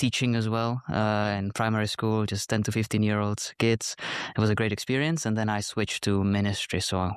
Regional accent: Czechia; I'm from Czech Republic. That's a country right in the heart of Europe.

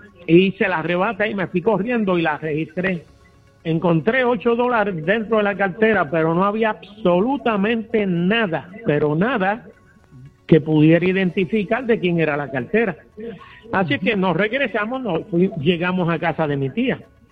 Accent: Gurabo, Puerto Rico; Nosotros somos natural de Gurabo

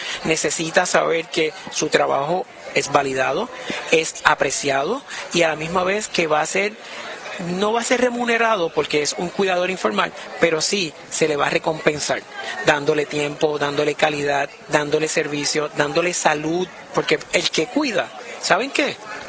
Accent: Aguada, Puerto Rico

